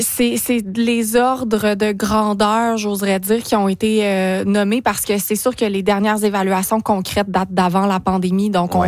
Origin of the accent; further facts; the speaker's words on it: Gatineau, Quebec, Canada; chez nous à Gatineau, on est juste à côté de l'Ontario